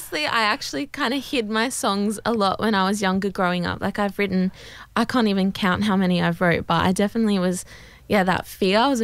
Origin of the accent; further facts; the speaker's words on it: Mackay, Queensland, Australia; now in Sydney, Australia; growing up in Mackay, North Queensland, there's a big love for country music. And then living in Sydney